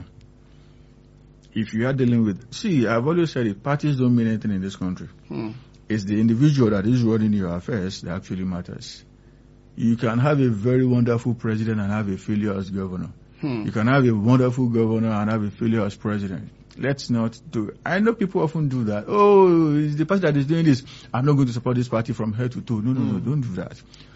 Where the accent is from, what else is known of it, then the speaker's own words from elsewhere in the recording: Osun, Nigeria; I'm not from Ekiti State. I am from Osun State.